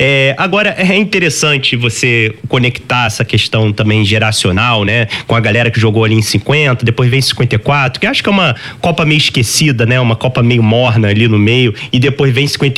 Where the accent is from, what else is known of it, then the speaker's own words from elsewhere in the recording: Niterói, Rio de Janeiro, Brazil; lá da minha cidade de Niterói